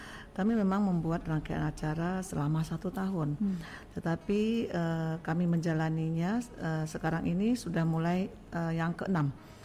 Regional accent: West Sumatra, Indonesia; moved away; Jadi saat ini sudah lebih 6 bulan kami berada di Kabupaten Pesisir Selatan. Baik. Dan ini merupakan kampung halaman kami sendiri.

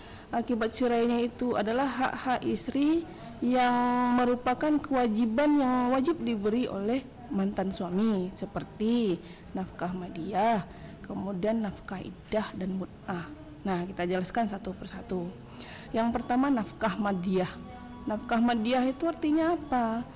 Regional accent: Bukittinggi, West Sumatra, Indonesia; also born or lived in Pariaman / Pasaman Barat; now in Painan, Indonesia; Aslinya orang Bukit Tinggi.

